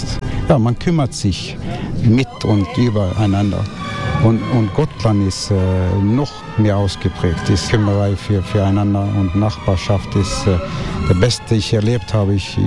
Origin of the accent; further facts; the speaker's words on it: Bergen, Vestland, Norway; German is a second language; moved away; Bergen, auf der Westküste. Also wenn ich hergekommen bin seit 2010, dann habe ich ein Gefühl gehabt, dass ich zu Hause war.